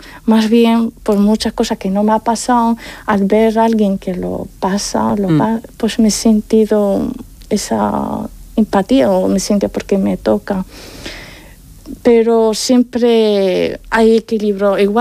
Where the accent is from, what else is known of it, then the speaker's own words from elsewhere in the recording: Morocco; la facultad, muchas veces no creían que soy marroquí.